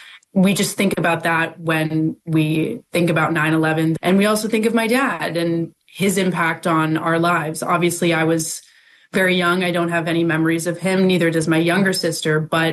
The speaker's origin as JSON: {"language": "English", "town": "Fairfield", "region": "Connecticut", "country": "United States", "tie": "born or raised there", "moved": "yes", "lives_now": "New York City, United States", "said": "I grew up in Connecticut in Fairfield. And Bridgeport was the neighboring town."}